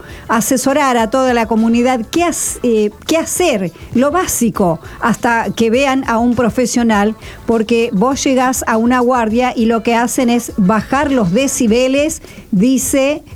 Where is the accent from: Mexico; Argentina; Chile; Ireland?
Argentina; Vera, Santa Fe; Buen día, soy de Vera, Santa Fe.